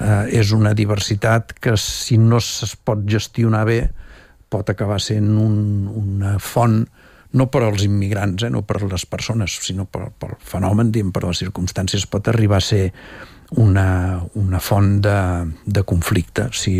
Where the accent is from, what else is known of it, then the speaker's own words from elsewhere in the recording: Terrassa, Catalonia, Spain; ja es nota que sóc de Terrassa